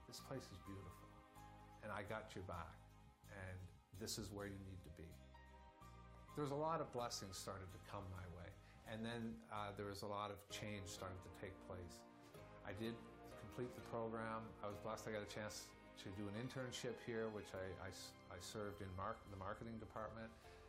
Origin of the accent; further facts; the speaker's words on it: Saint John, New Brunswick, Canada; I grew up in St. John, New Brunswick, into it's a relatively normal, typical home.